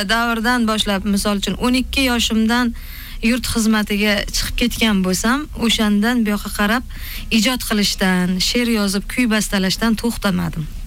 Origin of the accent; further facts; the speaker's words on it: Changi, Tashkent Region, Uzbekistan; also born or lived in Parkent; Toshkent viloyati Parkent tumani Changi qishlog'ida tug'ilganman. Qomiy ko'chasida. Birinchi bo'lib 4-chi maktab, musiqa maktabi Parkentdagi o'zi bittagina bo'lardi u paytda. 4-chi sinfdan o'sha maktabga borib o'qiganman.